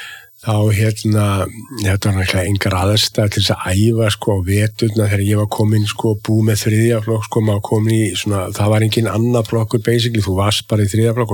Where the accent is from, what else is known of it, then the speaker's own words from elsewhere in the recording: Ísafjörður, Westfjords, Iceland; að vera svona púki á Ísafirði á þessum tíma, sko, 60-70s